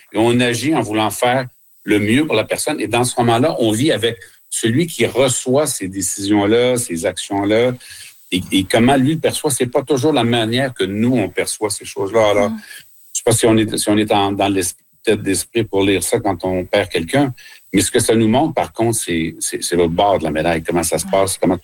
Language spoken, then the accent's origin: French; Quebec, Canada; ce n'est pas le système qu'on a chez nous au Québec, ça c'est clair.